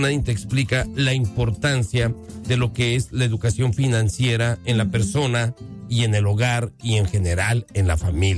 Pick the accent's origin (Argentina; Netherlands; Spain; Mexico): Mexico; now in United States; Cintia y yo somos de México.